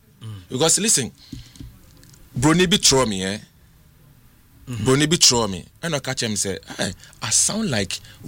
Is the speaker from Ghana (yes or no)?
yes; Ghana; Are you a Ghanaian? I say, yes, I'm a Ghanaian.